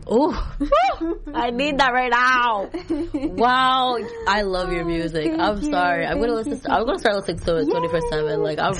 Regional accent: New York, United States; Growing up in New York

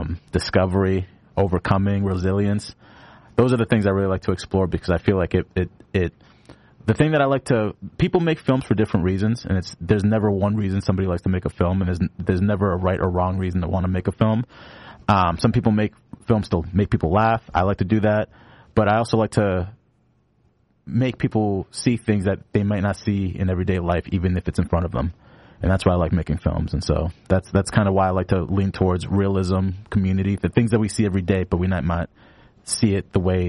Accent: Lynn, Massachusetts, United States; born or raised there

